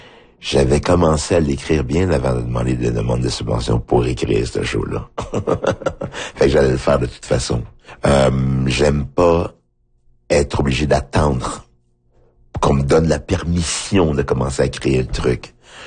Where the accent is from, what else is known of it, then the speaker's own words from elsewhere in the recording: Haiti; Je dis, oui, je viens d'Haïti